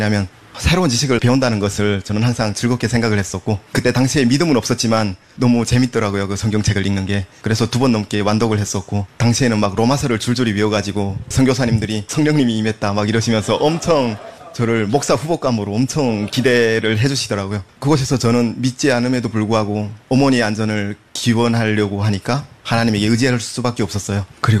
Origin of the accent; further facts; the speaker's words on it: Hyesan, Ryanggang, North Korea; moved away as an adult; now in South Korea; 제 고향인 양강도 희산시